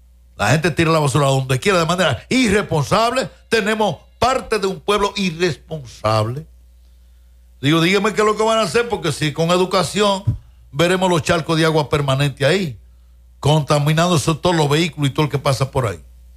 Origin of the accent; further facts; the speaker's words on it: Dominican Republic; este país, que es mi país.